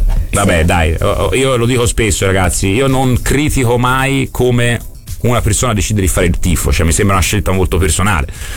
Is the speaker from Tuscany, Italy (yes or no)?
yes; Tuscany, Italy; dal Mugello, terra a me, ovviamente cara, la mia terra natia